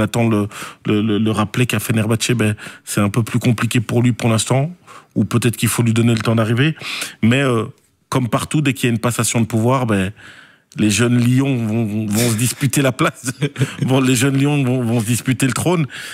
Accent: Belgium; chez nous en Belgique

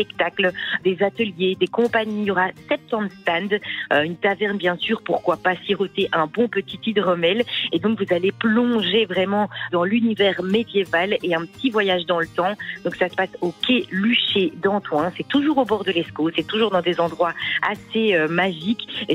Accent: Wallonia, Belgium; Ah, on est ch'ti, évidemment, on est les plus ch'ti des Belges ici, donc on n'en est pas peu fiers, c'est très chouette.

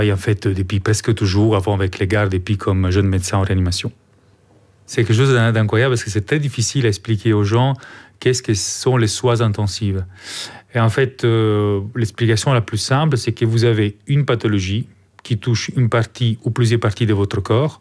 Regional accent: Italy; French is a second language; now in Belgium; Et de mon accent, vous avez compris, je ne suis pas belge, je suis en fait italien et je suis en Belgique depuis 2001. Donc ça fait 23 ans.

